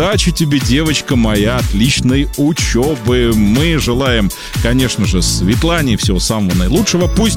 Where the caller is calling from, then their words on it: Ussuriysk, Primorsky Krai, Russia; из Уссурийска. Доброе утро, мой город.